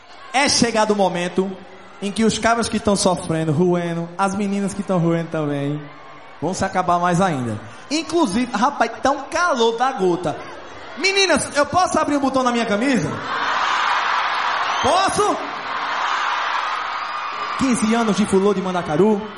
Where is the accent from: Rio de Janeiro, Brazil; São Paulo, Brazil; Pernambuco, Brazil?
Pernambuco, Brazil; Caruaru; principalmente a minha terra amada Caruaru.